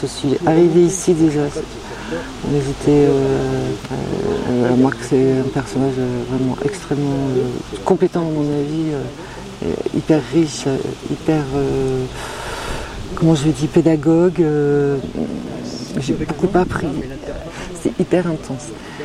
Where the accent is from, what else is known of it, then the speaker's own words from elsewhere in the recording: Vernoux-en-Vivarais, Auvergne-Rhône-Alpes, France; donc moi, je viens du côté de Vernon en Vivarais.